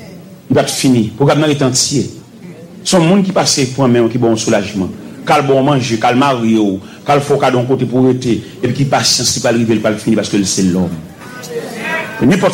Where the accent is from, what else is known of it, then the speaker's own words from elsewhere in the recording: Montreal, Quebec, Canada; Je suis de Montréal, je vais rentrer à Haïti, et puis je suis à Paris.